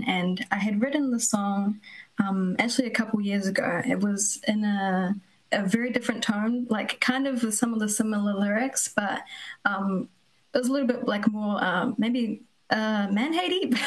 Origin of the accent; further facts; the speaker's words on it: New Zealand; I feel like as well, growing up in New Zealand and being a young female, Kate Shepherd was the woman's advocate that got the woman's right to vote in New Zealand